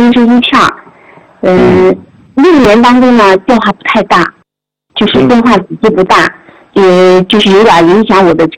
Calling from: Korla, Xinjiang, China; 来自新疆美丽的城市，乡里的故乡库尔勒市。

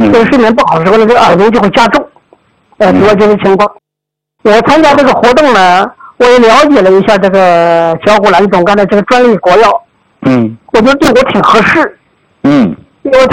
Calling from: Xuancheng, Anhui, China; 我是来自安徽宣城的一个听众。

